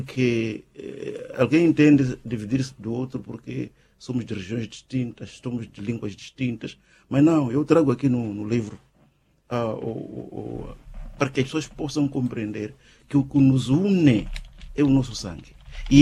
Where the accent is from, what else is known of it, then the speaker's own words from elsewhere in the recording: Mozambique; eu faço referência à região centro de Moçambique, de onde eu venho, a saudação totémica é daquelas muito agradáveis